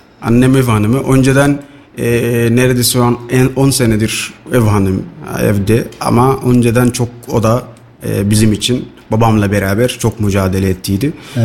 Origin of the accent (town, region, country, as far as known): Somalia; Turkish is a second language; moved away as an adult; now in Turkey